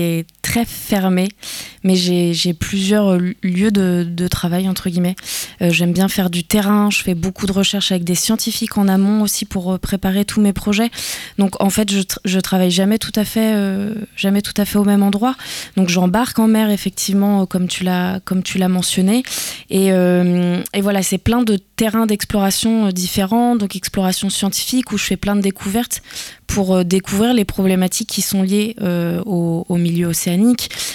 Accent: Île-de-France, France; also born or lived in Saint-Malo area; j'ai grandi en région parisienne, mais je suis originaire de la région de Saint-Malo

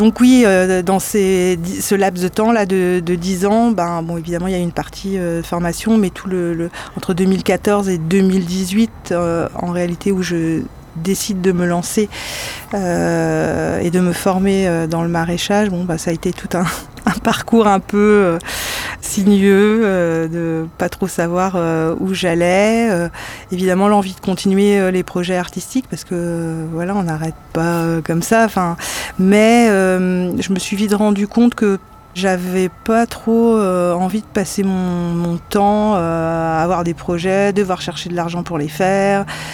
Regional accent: Callac, Brittany, France; born or raised there; moved away

